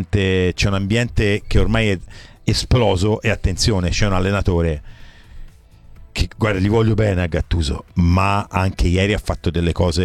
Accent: Livorno, Tuscany, Italy; anch'io sono di Livorno, mai, cioè, lo dico sempre, ho simpatia per la mia squadra della città

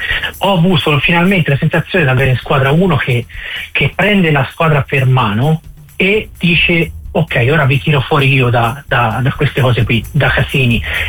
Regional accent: Pistoia, Tuscany, Italy; now in abroad; Io che sono nato a Pistoia in mezzo ai gobbi

